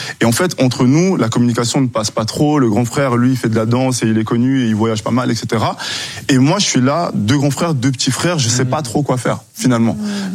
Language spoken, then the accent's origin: French; Switzerland; je viens de la Suisse, un pays que j'aime énormément